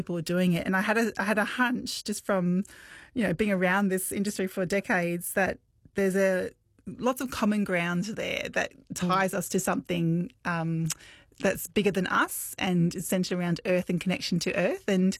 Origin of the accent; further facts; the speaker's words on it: Brisbane, Queensland, Australia; I grew up in West End and I have the best memories. I have a real nostalgia for Brizzy